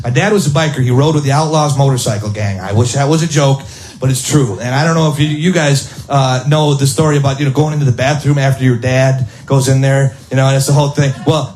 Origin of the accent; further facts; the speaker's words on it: Milwaukee, Wisconsin, United States; And I got, like, Milwaukee, Wisconsin is my hometown.